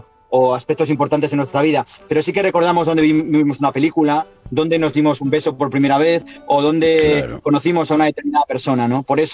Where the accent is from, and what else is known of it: Castile and León, Spain